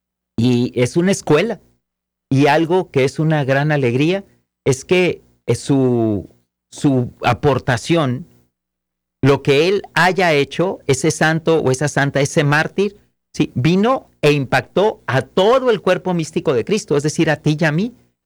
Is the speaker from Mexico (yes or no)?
yes; Mexico; como mexicanos, sabemos de esa bendición